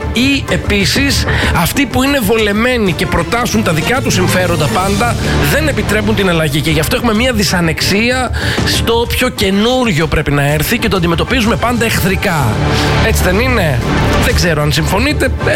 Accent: Lefkada, Ionian Islands, Greece

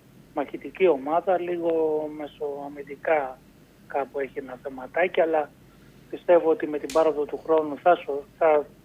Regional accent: Aigaleo, Attica, Greece; born there; Εγώ γεννήθηκα στο Εγάλαιο.

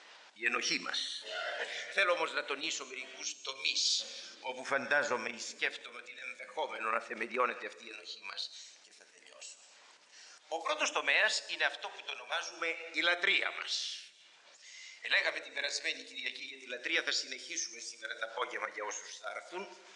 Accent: Greece; επειδή είμαι Έλληνας

